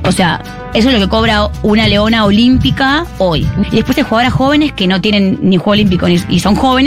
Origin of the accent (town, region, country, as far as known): Argentina